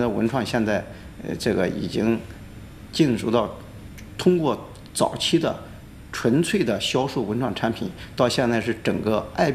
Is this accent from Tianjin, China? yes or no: no; Henan, China; 我们河南人说话经常喜欢说一个中字。